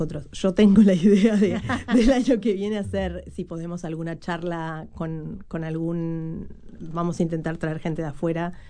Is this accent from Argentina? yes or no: no; Uruguay; porque es que nosotros somos uruguayos, hay una cosa de la idiosincrasia nuestra que no nos pasa por ahí.